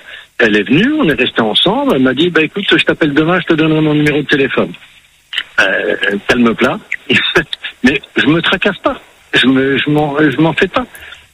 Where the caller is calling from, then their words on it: Belgium; Je suis, à l'heure actuelle, je vis en Belgique. J'ai une petite maison dans le centre de la France.